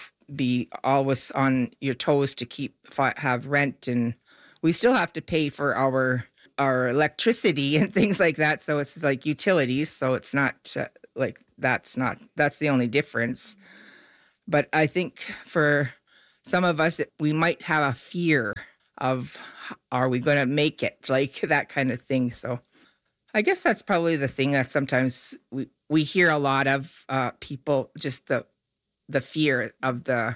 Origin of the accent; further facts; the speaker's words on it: Selkirk, Manitoba, Canada; born there; also born or lived in Fisher River; I was born in Selkirk, yeah. Manitoba.